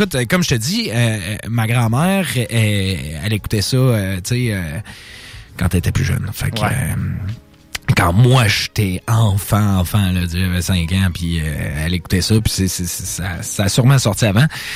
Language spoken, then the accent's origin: French; Quebec City, Quebec, Canada; Moi, j'habitais à Charlebourg. J'ai grandi à Charlebourg.